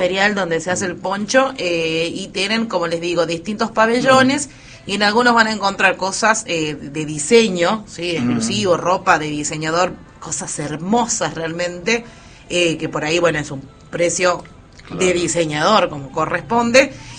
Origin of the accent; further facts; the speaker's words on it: La Rioja, Argentina; le digo, sí, soy riojana.